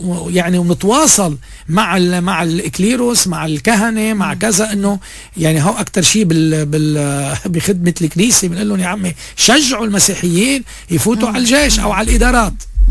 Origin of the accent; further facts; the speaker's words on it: Lebanon; نحن هلا لبنانيين